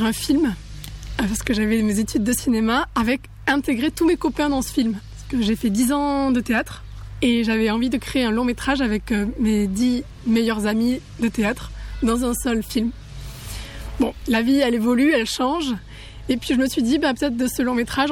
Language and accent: French; Occitanie, France; Alors, je suis originaire d'ici. Je suis originaire de Lucens-Sauveur.